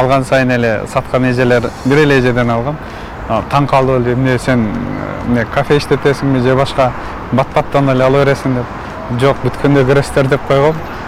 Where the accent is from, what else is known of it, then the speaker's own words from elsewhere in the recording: Batken, Batken Region, Kyrgyzstan; Мен өзүм Баткендин кулунун, Баткенде төрөлүп өсүп чоңойгом.